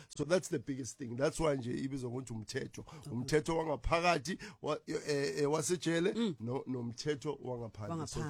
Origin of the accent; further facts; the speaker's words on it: South Africa; we are authentically South African